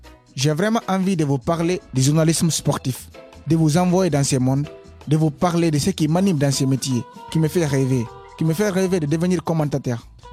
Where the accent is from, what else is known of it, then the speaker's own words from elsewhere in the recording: Guinea; now in France; j'ai 16 ans, je viens de Guinée-Conakry.